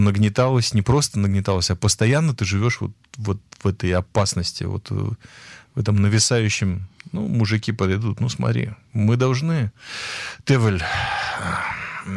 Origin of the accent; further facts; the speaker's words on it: Latvia; вот я сам из Латвии, вот для меня очень важно было